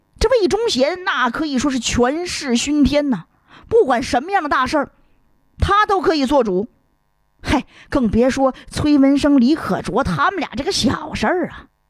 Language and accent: Chinese; northern China, China; 咱们北方来讲，尤其是北京东北这一带，哎，我们呢方言土语里不称客